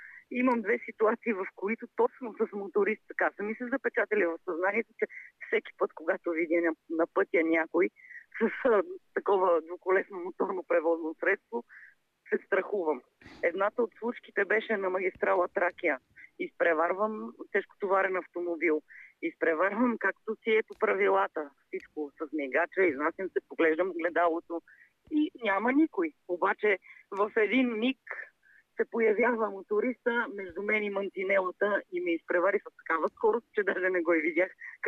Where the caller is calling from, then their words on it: Sofia, Sofia City, Bulgaria; понеже съм от София